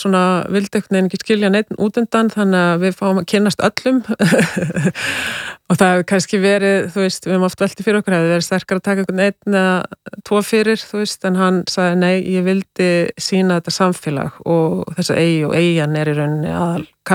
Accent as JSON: {"language": "Icelandic", "town": "Grundarfjörður", "region": "Western Region", "country": "Iceland", "said": "ég er sjálf frá Grundarfirði"}